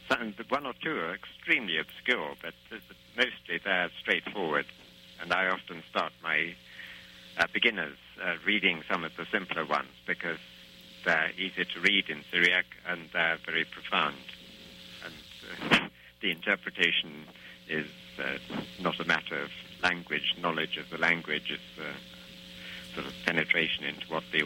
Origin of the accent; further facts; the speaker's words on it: England, United Kingdom; Being an Englishman